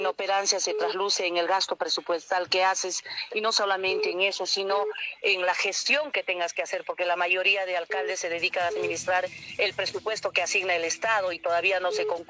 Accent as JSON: {"language": "Spanish", "region": "Cusco", "country": "Peru", "said": "para mí, como santiaguina"}